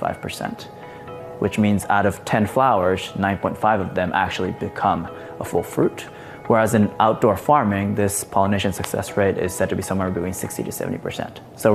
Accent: Japan; English is a second language; what I realized was that the quality was not similar to what I was used to eating back in my home country. In Japan, every strawberry has a varietal.

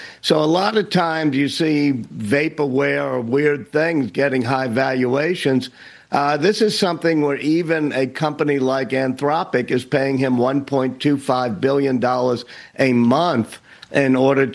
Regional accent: New Orleans, Louisiana, United States; my hometown of New Orleans

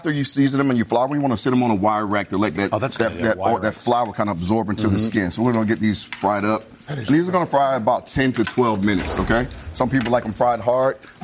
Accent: Georgia, United States; born there; I'm from Georgia. I was born in Georgia.

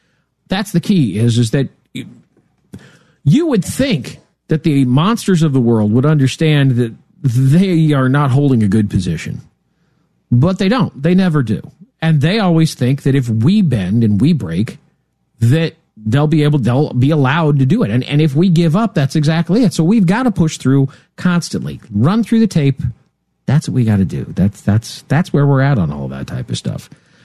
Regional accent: Nebraska, United States; I know, I'm from Nebraska.

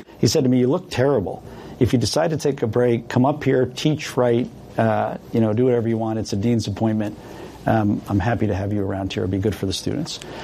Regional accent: Hopewell Junction, New York, United States; But, you know, we grew up in Hopewell Junction, New York. I went to John Jay Senior High School. I know you wanted to ask me that. It was kind of a classic middle-class existence with a focus on a lot of sports.

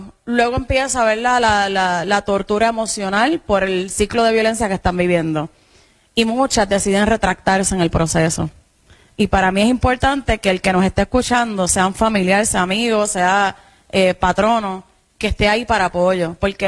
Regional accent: Yabucoa, Puerto Rico; moved away; Actualmente no estoy viviendo en Yabucoa, pero soy natural de Yabucoa.

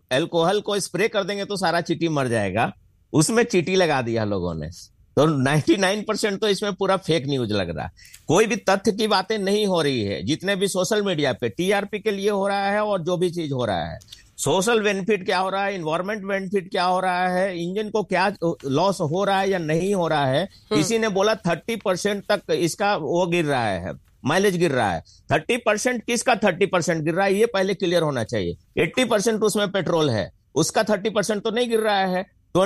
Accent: Bihar, India; नमस्कार सबको, मैं बिहार से हूँ।

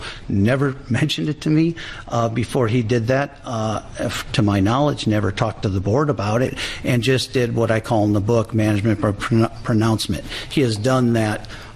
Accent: East Chicago, Indiana, United States; born there; right next to Gary, East Chicago, where I was born

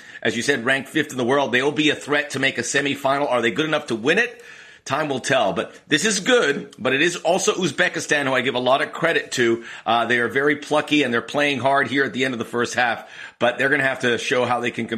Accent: United States; as an American

